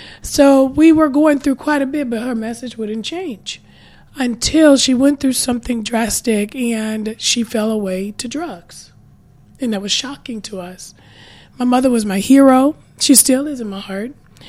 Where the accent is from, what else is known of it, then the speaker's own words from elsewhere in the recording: Little Rock, Arkansas, United States; So I grew up in Hollingwood Projects off 12th Street back in the 80s and 90s.